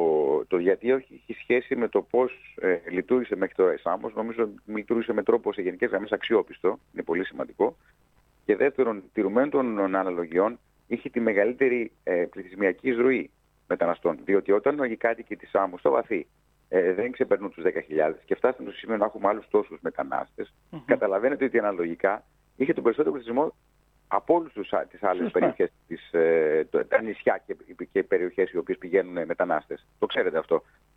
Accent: Samos, North Aegean, Greece; Ως Σαμιώτης

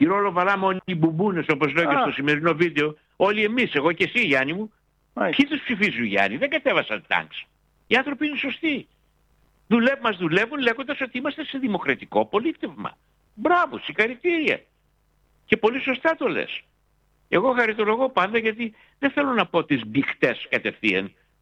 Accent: Macedonia, Greece; πονάει η καρδιά μου σαν Μακεδόνας

